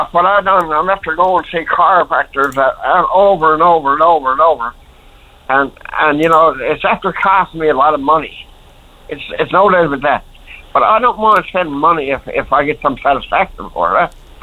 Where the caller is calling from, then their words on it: St. Lawrence, Newfoundland and Labrador, Canada; I'm calling from St. Lawrence.